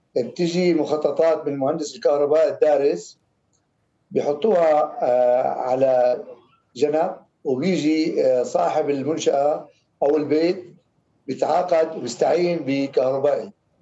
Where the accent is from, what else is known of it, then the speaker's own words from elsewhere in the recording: Syria; عندنا بسوريا